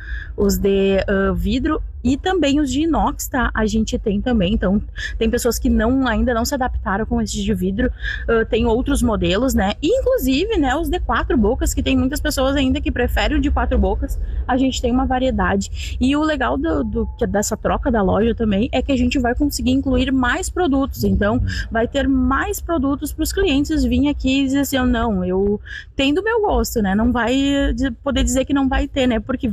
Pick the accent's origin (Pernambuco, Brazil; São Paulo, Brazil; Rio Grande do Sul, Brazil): Rio Grande do Sul, Brazil; Restinga Seca; Eu sou de Restinga